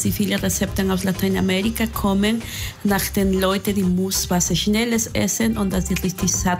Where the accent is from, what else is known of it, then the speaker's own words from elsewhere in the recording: Oaxaca, Mexico; Ich komme selber nicht aus der Region von der Tejate, auch wenn ich aus Oaxaca komme